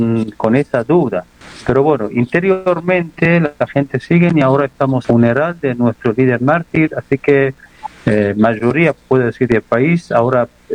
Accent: Iran; hablo de mi pueblo, de Irán

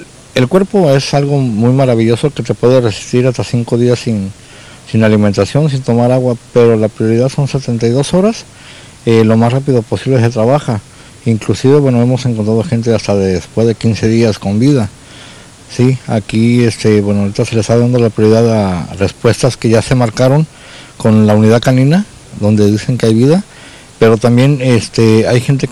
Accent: Mexico; soy del país de México

